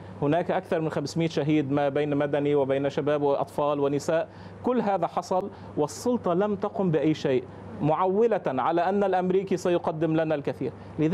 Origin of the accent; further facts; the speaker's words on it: Lebanon; هذا الاتفاق ننظر فيه ماذا يحصل في المنطقة وما هي مصالحنا كلبنانيين ونذهب للتعامل معه